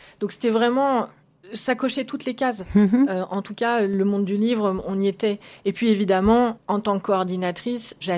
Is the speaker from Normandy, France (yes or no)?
no; Niort, Nouvelle-Aquitaine, France; born there; Je suis née à Niort, dans les Deux-Sèvres.